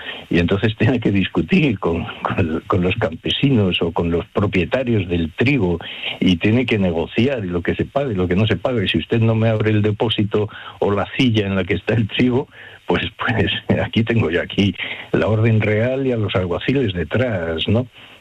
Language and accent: Spanish; Granada, Andalusia, Spain; also born or lived in Málaga; Yo soy granadino, me siento granadino y malagueño también, ¿qué le voy a hacer?